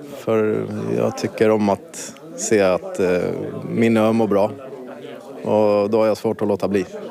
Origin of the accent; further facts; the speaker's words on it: Stockholm, Stockholm County, Sweden; now in Kökar, Finland; Ja, det är väl just resan från Gamla stan i Stockholm där jag växte upp till livet på kökar idag.